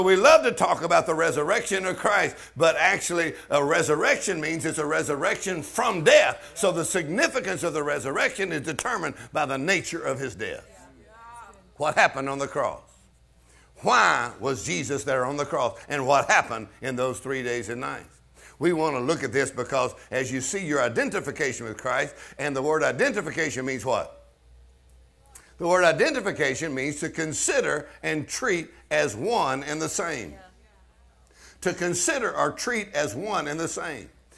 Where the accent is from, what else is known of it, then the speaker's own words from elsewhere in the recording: Texas, United States; born there; I'm from Texas.